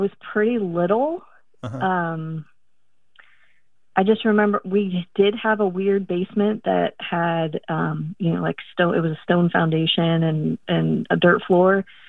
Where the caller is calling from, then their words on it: Savannah, Georgia, United States; I am calling from Savannah, Georgia.